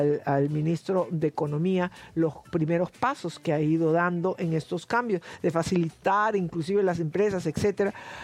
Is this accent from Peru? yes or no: yes; Peru; lo que somos como peruanos